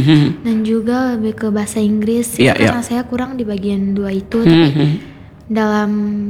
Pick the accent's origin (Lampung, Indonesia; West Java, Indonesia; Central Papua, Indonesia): Central Papua, Indonesia; bukan saya dari Papua Tengah, tapi ada juga dari provinsi lain.